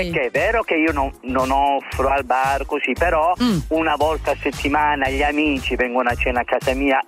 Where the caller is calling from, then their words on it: Reggio Emilia, Emilia-Romagna, Italy; io lavoro in un'azienda di multiservizi qua a Reggio Emilia.